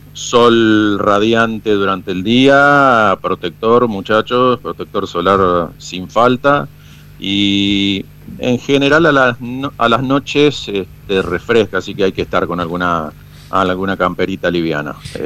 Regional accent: Rosario, Santa Fe, Argentina; now in Kansas City, United States; Nosotros en la oficina somos tres rosarinos

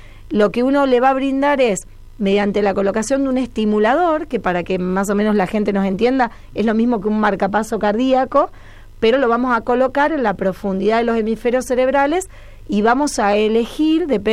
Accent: Rosario, Santa Fe, Argentina; yo soy rosarina

